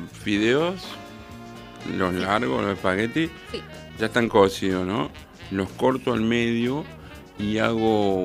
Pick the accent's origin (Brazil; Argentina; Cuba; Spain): Argentina; Santiago del Estero; Soy una de Santiago del Estero con costumbre.